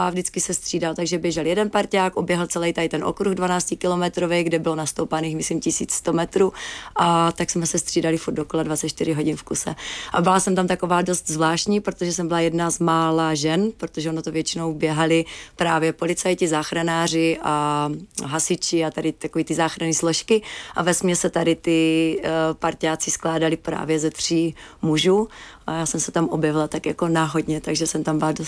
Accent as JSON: {"language": "Czech", "town": "Jeseník", "region": "Olomouc Region", "country": "Czechia", "tie": "born or raised there", "said": "pocházím z Jeseníku, takže vyrostla jsem v krásných Jeseňských horách."}